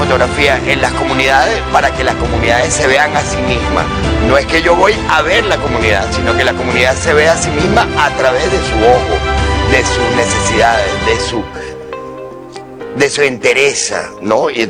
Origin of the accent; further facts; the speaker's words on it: Venezuela; soy fotógrafo venezolano.